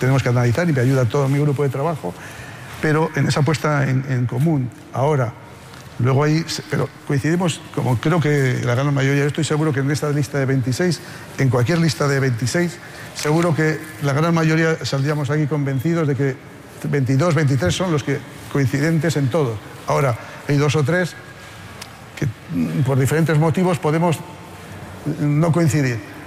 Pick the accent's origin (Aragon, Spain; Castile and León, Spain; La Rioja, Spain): La Rioja, Spain; Saro; en un pueblo maravilloso, que les invito a visitar, mi pueblo Saro, en La Rioja, fantástico.